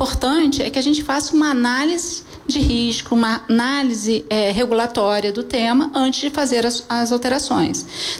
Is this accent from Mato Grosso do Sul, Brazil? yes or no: no; Rio de Janeiro, Brazil; E nós, como cariocas, né, o que queremos é que cada vez mais a gente seja atrativo.